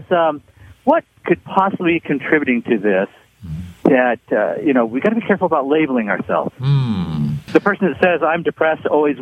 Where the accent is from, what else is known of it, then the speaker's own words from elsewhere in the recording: Seattle, Washington, United States; Well, you do 20. I'm from Seattle. People drink coffee here.